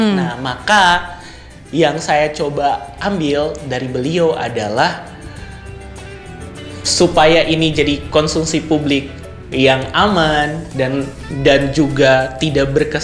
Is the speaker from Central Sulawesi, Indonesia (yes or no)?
yes; Palu, Central Sulawesi, Indonesia; mereka tahu saya orang Palu.